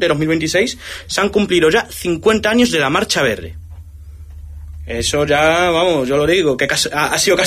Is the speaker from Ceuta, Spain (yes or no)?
yes; Ceuta, Spain